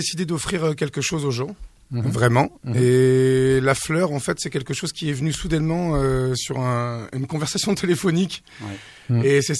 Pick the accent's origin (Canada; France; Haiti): France; Auvergne-Rhône-Alpes; now in Capbreton, France; Moi, j'ai grandi en Auvergne et ça fait des années que je suis là.